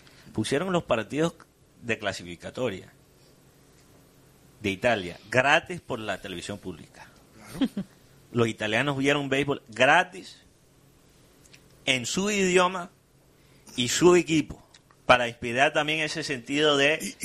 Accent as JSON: {"language": "Spanish", "region": "Caribbean Region", "country": "Colombia", "said": "uno, como colombiano caribeño, se encuentra con venezolano, dominicano, boricua, cubano, mexicanos"}